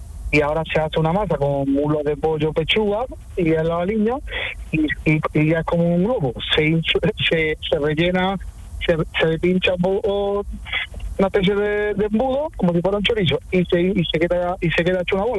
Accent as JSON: {"language": "Spanish", "town": "Posadas", "region": "Andalusia", "country": "Spain", "said": "Yo soy de Posada."}